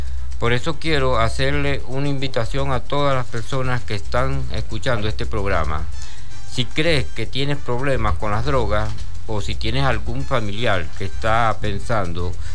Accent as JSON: {"language": "Spanish", "town": "Barcelona", "region": "Anzoátegui", "country": "Venezuela", "tie": "born or raised there", "moved": "yes", "lives_now": "Maturín, Venezuela", "said": "Yo soy natural de Barcelona. Resido aquí hace 10 años ya."}